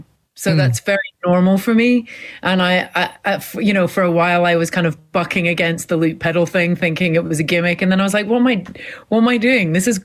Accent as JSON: {"language": "English", "region": "Scotland", "country": "United Kingdom", "said": "And we were laughing because we're both Scottish Asian. I'm like quarter Chinese."}